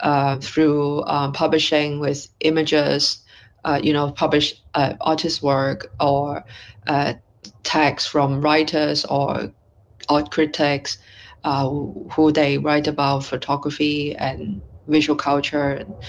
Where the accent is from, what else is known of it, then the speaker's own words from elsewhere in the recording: Hong Kong; I'm from Hong Kong. I am currently in London. But for one year. But I usually based in Hong Kong.